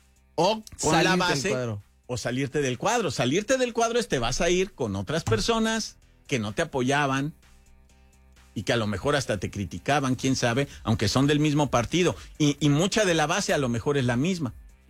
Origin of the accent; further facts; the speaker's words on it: Mexico; Sin presentar pruebas, pero uno como mexicano dice...